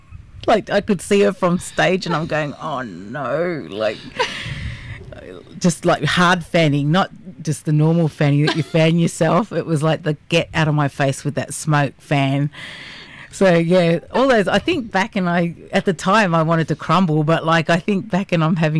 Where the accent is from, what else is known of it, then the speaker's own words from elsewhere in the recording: New Zealand; moved away; I was born in New Zealand